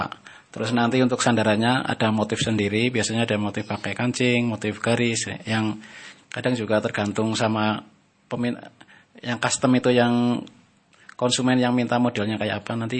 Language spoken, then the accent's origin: Indonesian; Jeleleng, Central Java, Indonesia; saya dari Jeleleng Wirasana.